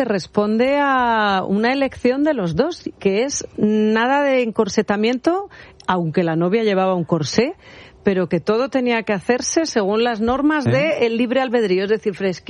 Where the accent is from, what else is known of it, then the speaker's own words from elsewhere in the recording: Castile and León, Spain; nos está quemando el Valle del Tietar. Pues, ¿qué quieres que te diga? Es que me emociono porque ese... Es mi tierra, creo que no hay un sitio más bonito en el mundo